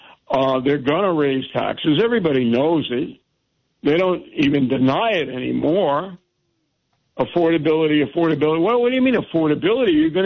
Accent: Levittown, New York, United States; I'm from Levittown.

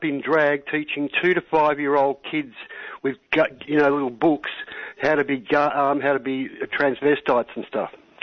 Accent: Australia; I come from a tough, you know, we come from the Australians, mate.

